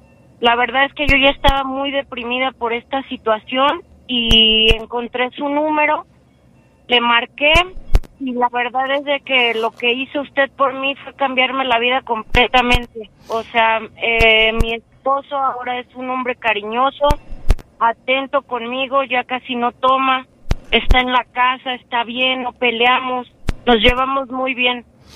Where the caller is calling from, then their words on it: New Jersey, United States; Yo le estoy marcando de New Jersey